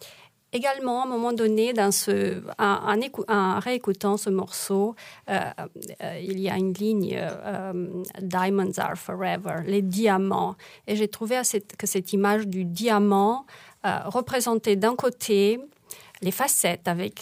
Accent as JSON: {"language": "French", "country": "Romania", "moved": "yes"}